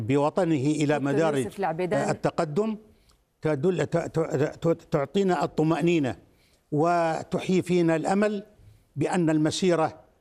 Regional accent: Qatar; لا نقول هذا الكلام ولا نقوله كقطريين

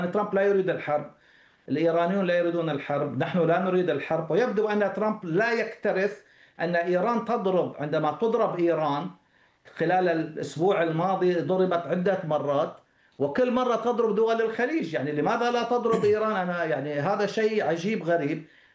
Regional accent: Kuwait; عندنا في الكويت

